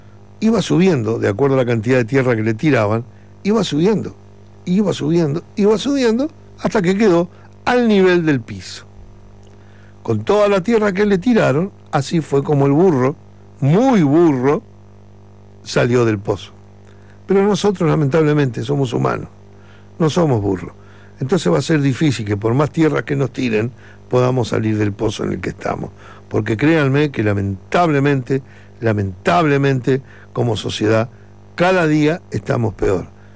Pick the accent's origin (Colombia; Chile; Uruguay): Uruguay; born there; Sí, soy uruguayo. Cuando yo nací era un país del primer mundo